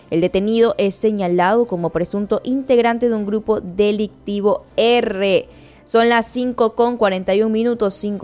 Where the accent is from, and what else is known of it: Ecuador